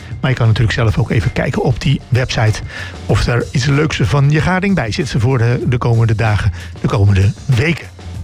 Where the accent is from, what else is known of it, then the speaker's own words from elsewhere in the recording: Haarlem, North Holland, Netherlands; Daar zijn we goed in als Haarlemmers en daar gaan wij het altijd over hebben.